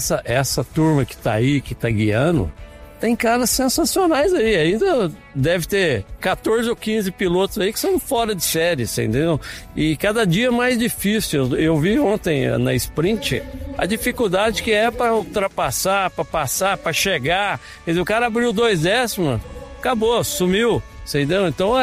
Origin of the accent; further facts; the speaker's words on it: Brazil; eu sou o único campeão brasileiro que não sou paulista.